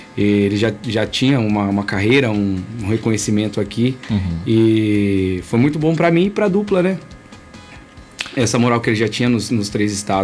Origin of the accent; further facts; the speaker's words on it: São José dos Campos, São Paulo, Brazil; Eu sou de São José dos Campos, uhum. 80 quilômetros de São Paulo, interior de São Paulo.